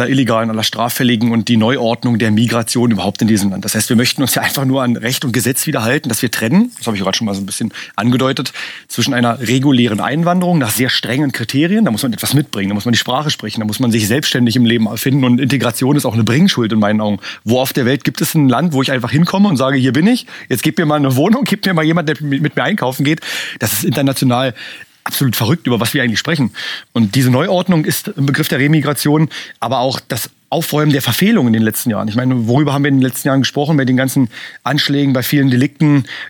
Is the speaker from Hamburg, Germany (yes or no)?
no; Stendal, Saxony-Anhalt, Germany; ich komme aus der Altmark in Stendal